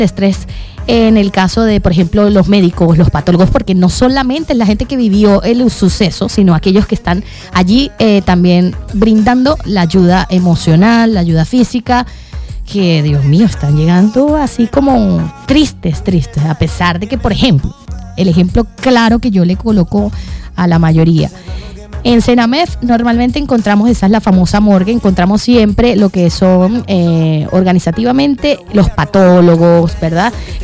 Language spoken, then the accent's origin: Spanish; Venezuela